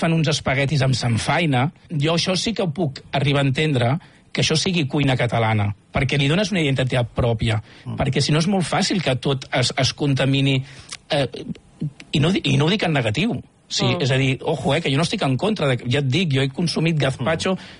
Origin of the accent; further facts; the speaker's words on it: Catalonia, Spain; Jo soc del Baix Llobregat.